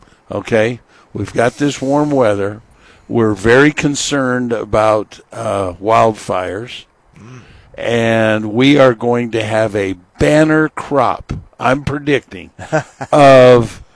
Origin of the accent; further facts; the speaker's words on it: Bishop, California, United States; When I was growing up in Bishop, where we were in the mountains